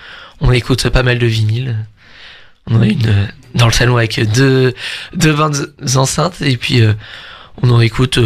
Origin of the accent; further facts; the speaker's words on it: France; en tant que français